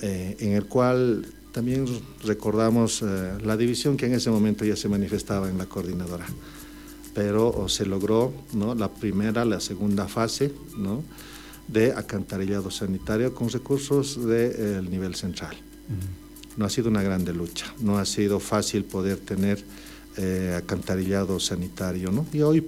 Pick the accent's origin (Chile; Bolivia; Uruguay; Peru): Bolivia; Oruro; aquí somos muchos, también somos orureños